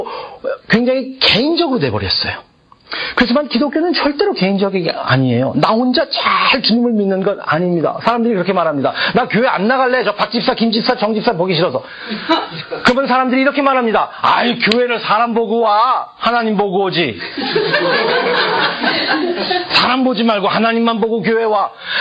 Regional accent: South Korea; 저는 한국 사람이라는 게 참 감사해요.

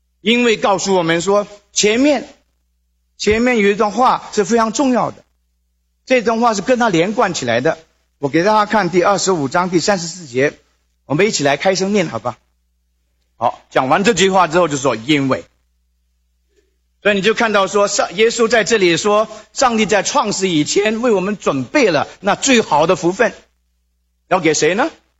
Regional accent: China; now in United States; 可能你跟我一样，我们是中国人，只要不做坏事情就好了。有一次我的邻居告诉我说，你们这些亚洲人啊

